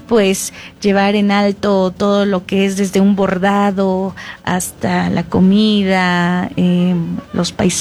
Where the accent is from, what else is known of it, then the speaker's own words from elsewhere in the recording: Hidalgo, Mexico; las personas que somos del Valle del Mezquital